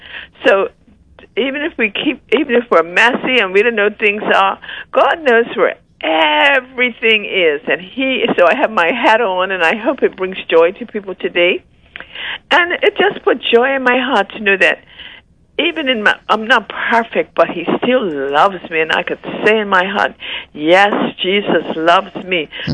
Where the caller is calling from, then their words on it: St. George's, Bermuda; I am St. George's all the way since a little girl, because my uncle lived in St. George's. That's the only reason that I know I'm from St. George's.